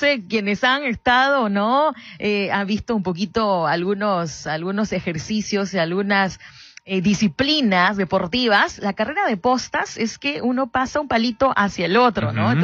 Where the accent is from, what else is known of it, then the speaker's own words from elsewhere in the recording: Peru; yo soy de Perú, sí.